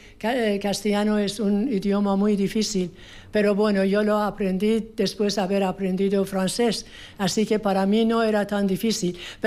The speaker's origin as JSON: {"language": "Spanish", "country": "Iran", "accent": "Persian", "second_language": "Spanish", "moved": "yes", "lives_now": "Spain", "said": "Bueno, mi acento es de Persia. Soy de Persia, de origen."}